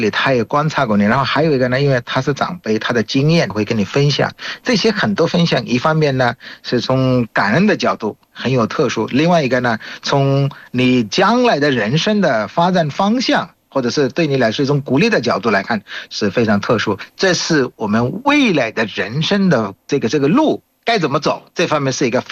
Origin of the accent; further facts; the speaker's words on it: Bangladesh; Chinese is a second language; 我是来自于孟加拉国的